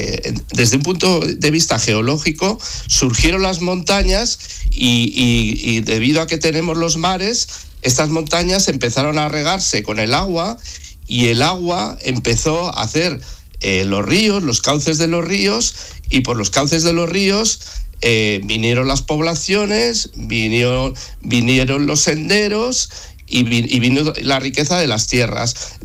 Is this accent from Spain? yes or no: yes; northern Spain, Spain; now in Seville, Spain; yo soy del norte de España, llegué hace 12 años a Sevilla y estaba muy acostumbrado a ir todos los días al monte, ¿no?